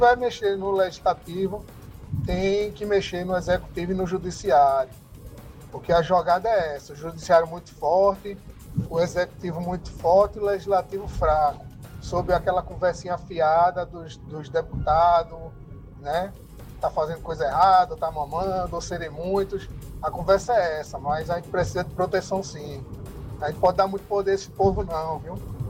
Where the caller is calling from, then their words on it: Brazil; Eu sou aqui da Boa Vista.